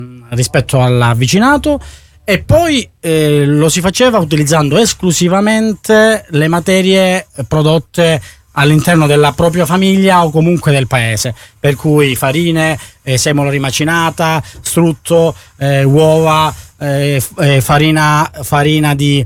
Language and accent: Italian; Catanzaro, Calabria, Italy; vengo da Catanzaro, non da Taverna.